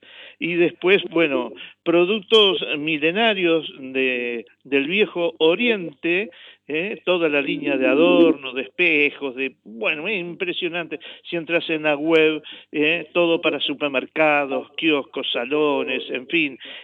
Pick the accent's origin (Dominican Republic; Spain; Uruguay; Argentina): Uruguay; Canelones; Si está en plena zafra de carneadas, como decimos los canarios